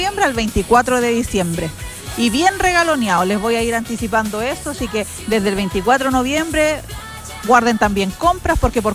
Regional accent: Chile; para que no andemos a última hora como buen chileno

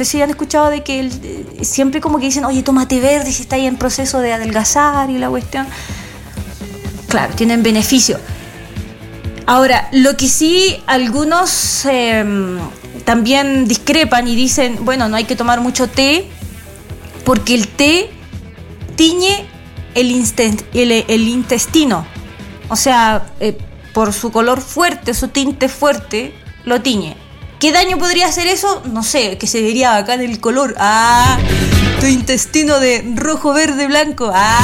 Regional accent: Chile; ¿Ustedes saben que los chilenos somos tan buenos para el té como China?

